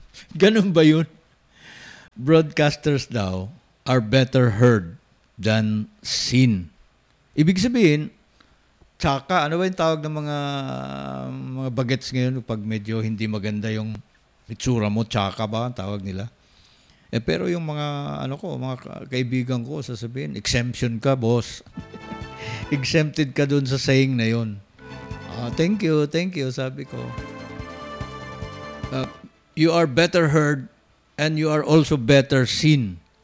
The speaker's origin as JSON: {"language": "Tagalog", "town": "Davao City", "region": "Davao Region", "country": "Philippines", "moved": "as an adult", "lives_now": "Manila, Philippines", "said": "19 years old ako, nag-broadcast ako sa Davao City. Tapos nag-migrate ako sa Manila at the age"}